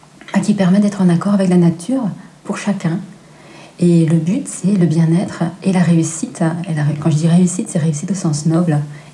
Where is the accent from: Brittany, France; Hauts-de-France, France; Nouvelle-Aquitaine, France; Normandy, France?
Brittany, France; Brest; moved away as an adult; also born or lived in Paris; Donc après, ils sont partis sur Quimper, mais moi, je suis originaire de Brest.